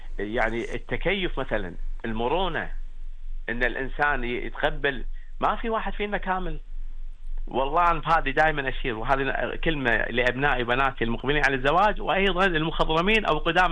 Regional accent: Qatar; عندنا في قطر

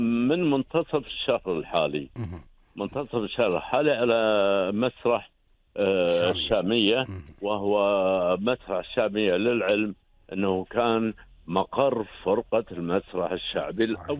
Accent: Kuwait; عندنا هنا مثلا في الكويت

